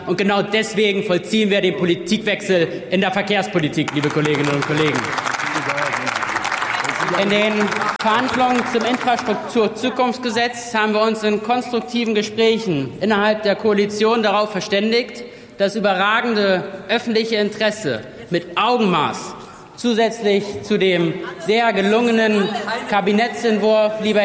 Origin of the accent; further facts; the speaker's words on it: Schleswig-Holstein, Germany; In meinem Heimatbundesland Schleswig-Holstein profitieren davon unter anderem die A20, die A23 und die Marschbahn.